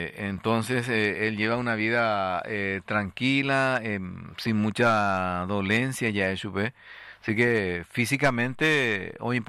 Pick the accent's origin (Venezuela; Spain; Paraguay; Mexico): Paraguay; gracias a que ellos estuvieron allí presentes, somos todavía paraguayos hoy día, ¿verdad?